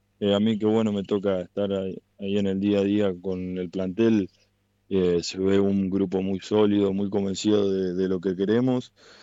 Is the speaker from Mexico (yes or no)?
no; Carlos Pellegrini, Santa Fe, Argentina; moved away as an adult; now in Santa Fe, Argentina; Yo soy oriundo de Carlos Pellegrini, de la provincia de Santa Fe. Yo llegué a Colón hace un año, el año pasado a esta altura.